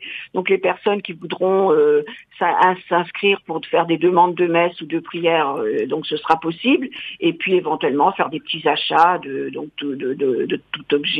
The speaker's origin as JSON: {"language": "French", "town": "La Ferté-Macé", "region": "Normandy", "country": "France", "said": "Puis bon, moi, je suis de la région, je suis de la Ferté-Massé."}